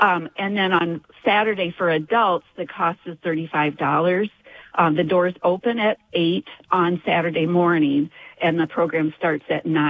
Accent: Sioux Falls, South Dakota, United States; I'm from right here in Sioux Falls.

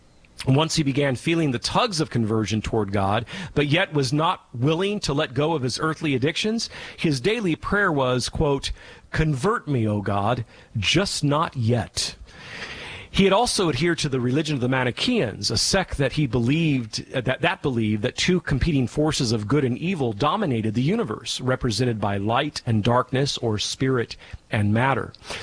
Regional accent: Modesto, California, United States; And yes, I am in my hometown of Modesto, California, right here in Stanislaus County

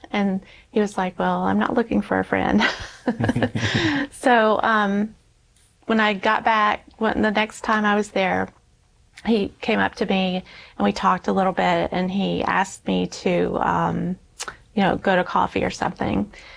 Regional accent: Alabama, United States; also born or lived in Louisiana; my dad had been transferred when my brothers were young. And we lived a total of 16 years in Alabama, where I was born. When we moved back to Louisiana

